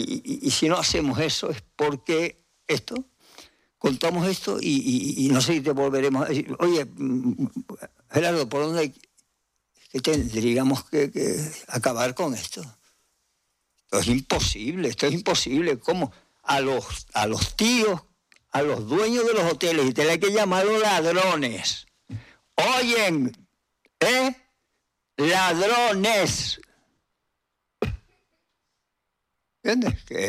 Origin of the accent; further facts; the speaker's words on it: Guatiza, Canary Islands, Spain; Está ahí al ladito de donde yo nací, ¿eh? En Guatiza.